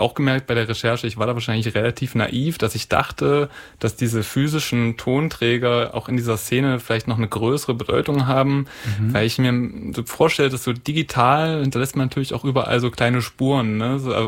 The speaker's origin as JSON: {"language": "German", "region": "Saxony-Anhalt", "country": "Germany", "said": "ich komme aus der Nähe von Halle und da gibt's viele Dorffeste"}